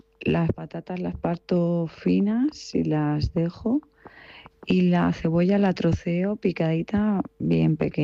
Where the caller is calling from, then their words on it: Toledo, Castilla-La Mancha, Spain; Estoy llamando desde Toledo